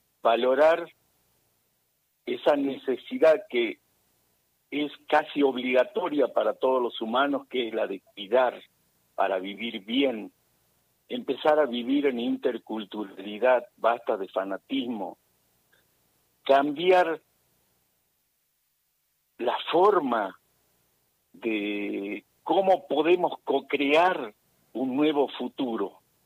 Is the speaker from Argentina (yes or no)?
yes; Jujuy, Argentina